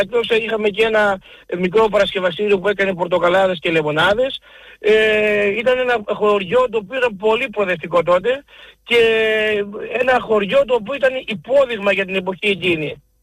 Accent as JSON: {"language": "Greek", "country": "Greece", "tie": "born there", "said": "Αλλά το δικό μας το χωριό είναι από το 1923 και είναι αμιγώς ποντιακό χωριό Μπαμπαλιό."}